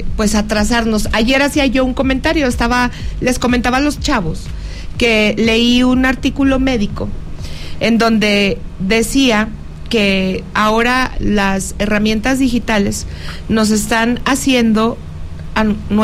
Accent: Mexico; Yo solamente ejercí un derecho que tengo como ciudadana mexicana

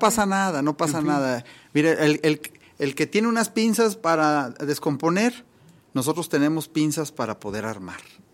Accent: Fresnillo, Zacatecas, Mexico; born there; este Cerro de Proaño, el cual nos vio nacer

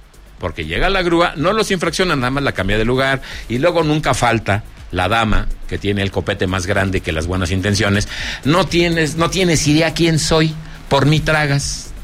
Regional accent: Zacatecas, Mexico; mis amigas queridísimas que han estado aquí en mi tierra, Zacatecas

